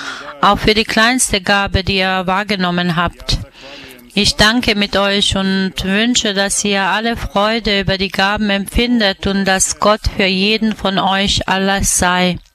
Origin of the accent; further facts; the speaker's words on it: South Korea; Wir kommen aus Südkorea